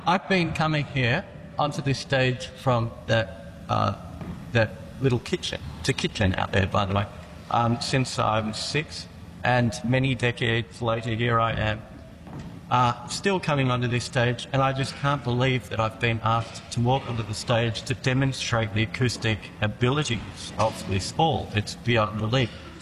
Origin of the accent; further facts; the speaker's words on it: Wollongong, New South Wales, Australia; I'd still like to take the opportunity to come to Wollongong, my hometown, and play in order to celebrate this strange achievement.